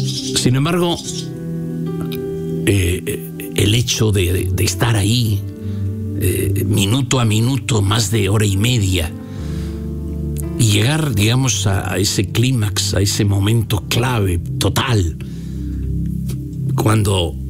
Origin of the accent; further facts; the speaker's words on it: northern Spain, Spain; primero en mi pueblo había convocado a ese, al lugar donde yo jugaba de niño al fútbol, en el Trichero.